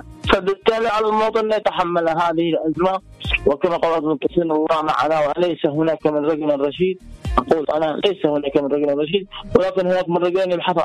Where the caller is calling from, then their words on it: Yemen; نحن غزنا في الشمال